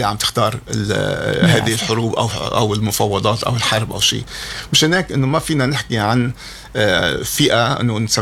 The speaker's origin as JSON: {"language": "Arabic", "country": "Lebanon", "said": "كلبنانيين"}